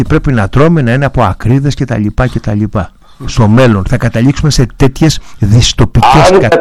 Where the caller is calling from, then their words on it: Aigio, Western Greece, Greece; Εγώ κατάγομαι από το Αίγιο, από το νομό Αχαΐας.